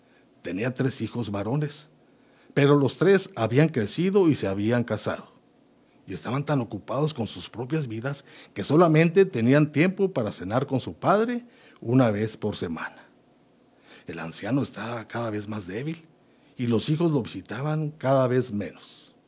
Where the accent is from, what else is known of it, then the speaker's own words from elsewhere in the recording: Camargo, Mexico; somos de Camargo.